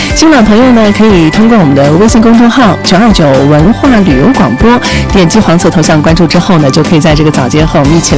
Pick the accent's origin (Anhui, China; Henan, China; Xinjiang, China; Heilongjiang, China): Xinjiang, China